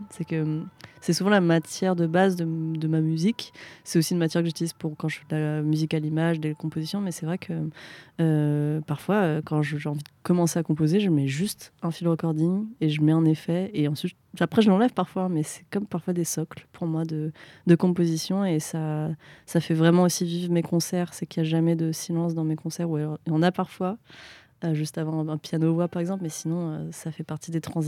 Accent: France; ce fait que je peux pas communiquer autant dans ma manière dont j'ai grandi en France, parce que l'éducation, mais aussi au Vietnam en fait, parce que je peux pas parler vietnamien.

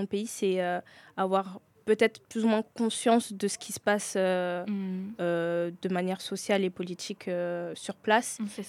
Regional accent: France; born there; j'ai né et j'ai vite fait vécu en banlieue, ensuite j'ai vécu également en pavillon à la campagne, après je suis revenue sur Paris

